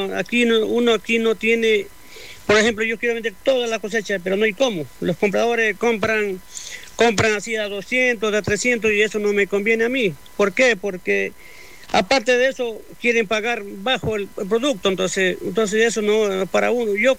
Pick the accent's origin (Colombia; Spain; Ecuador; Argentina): Ecuador; Puerto Viejo, Manabí; moved away; Yo vine de la provincia de Manabí, Puerto Viejo.